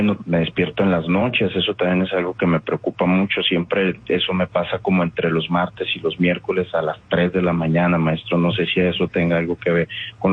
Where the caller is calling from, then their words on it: Fresno, California, United States; De Fresno, California